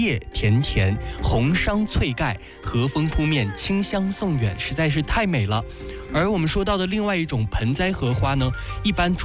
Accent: China; 我们中国人

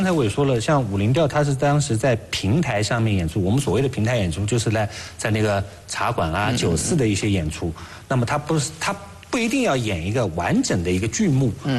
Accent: Hangzhou, Zhejiang, China; 我的一个先天优势就是我是杭州人， 那杭州人他这个武林调，他就是得说杭州话。

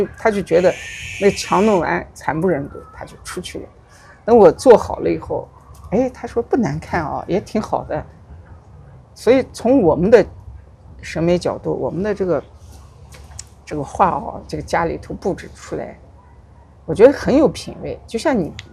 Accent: Xinjiang, China

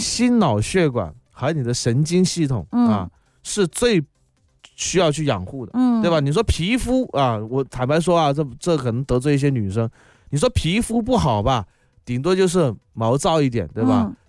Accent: Guangdong, China; 我们广东话的偷街

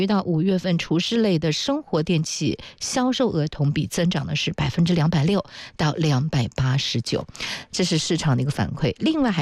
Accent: Jiangsu and Zhejiang, China

